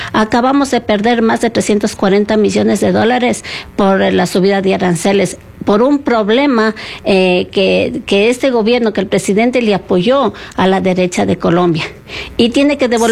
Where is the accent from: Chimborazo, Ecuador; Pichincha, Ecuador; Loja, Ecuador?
Pichincha, Ecuador; Quito; somos los usuarios, somos los quiteños y quiteñas.